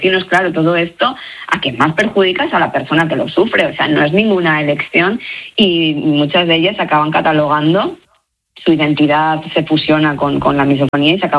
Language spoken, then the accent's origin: Spanish; León, Castile and León, Spain; now in Madrid, Spain; yo pues soy de León. ¿De dónde he salido? De León, concretamente.